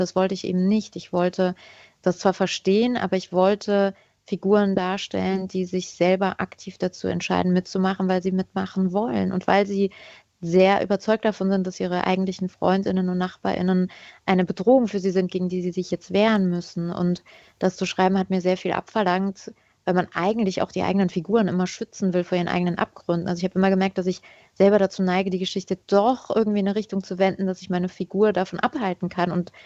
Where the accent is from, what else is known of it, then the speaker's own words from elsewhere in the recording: Hermeskeil, Rhineland-Palatinate, Germany; geboren und aufgewachsen in Hermeskeil